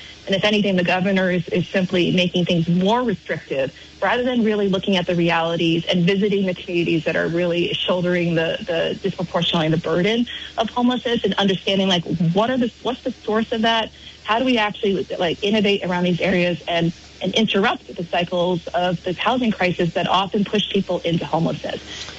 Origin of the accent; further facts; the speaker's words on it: Barre, Vermont, United States; I grew up in Barrie, and I say Barrie in particular because Barrie has also had a reputation.